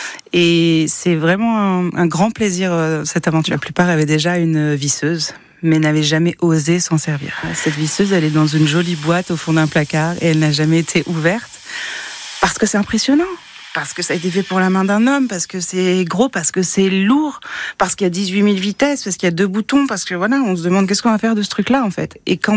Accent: Tours, Centre-Val de Loire, France; je suis une Tourangelle de 42 ans

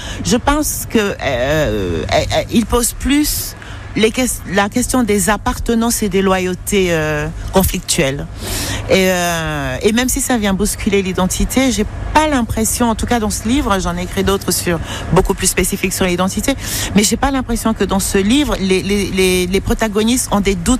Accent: Douala, Littoral, Cameroon; moved away; j'ai grandi, je suis née, j'ai grandi à Douala, j'ai appris à lire là-bas

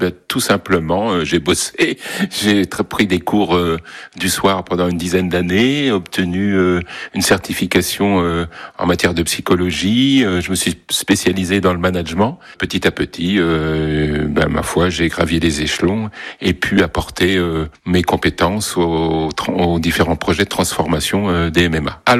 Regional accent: Le Mans, Pays de la Loire, France; j'ai 73 ans, je suis né au Mans, où j'habite depuis toujours.

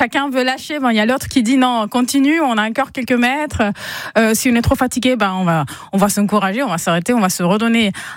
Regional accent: Caracas, Capital District, Venezuela; moved away as an adult; now in Strasbourg, France; On vient tous les deux de Caracas.

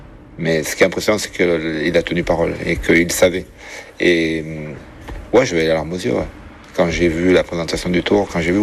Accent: Nouvelle-Aquitaine, France; J'ai pu voir le Tour devant chez ma grand-mère, là où j'ai été élevé, donc dans le Médoc, c'était impressionnant.

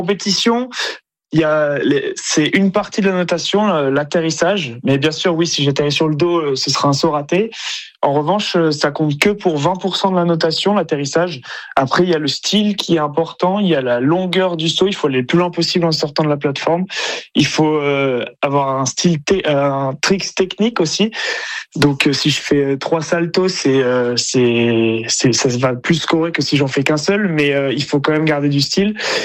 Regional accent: Bordeaux, Nouvelle-Aquitaine, France; moved away as an adult; moi je suis bordelais, oui. De naissance, et j'y ai vécu 20 ans. Et là maintenant je vous parle, je suis à Bordeaux, oui. Je reviens fréquemment.

